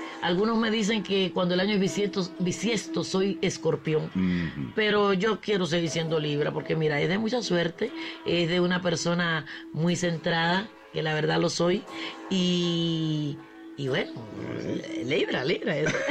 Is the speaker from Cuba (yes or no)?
yes; Havana, Cuba; born there; mi familia, todos mis padres y mi hermana mayor son de Pinar del Río. Pero ya de mí para abajo todos nacimos en La Habana.